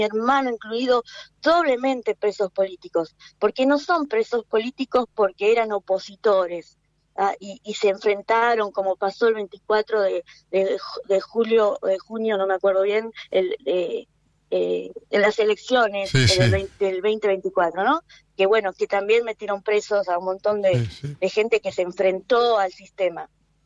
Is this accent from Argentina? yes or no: yes; Argentina; Yo soy argentina, tengo familia, toda mi familia es argentina